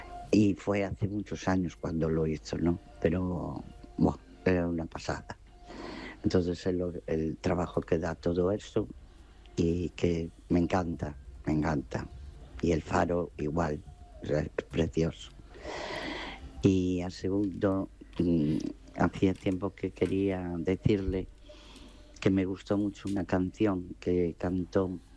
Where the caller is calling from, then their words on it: Ferrol, Galicia, Spain; de Ferrol